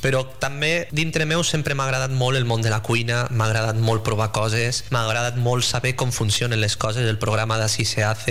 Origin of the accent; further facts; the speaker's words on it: Lleida, Catalonia, Spain; a on jo vaig néixer, a Lleida